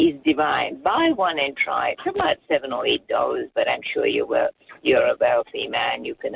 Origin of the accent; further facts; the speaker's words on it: Singapore; moved away; I grew up in Singapore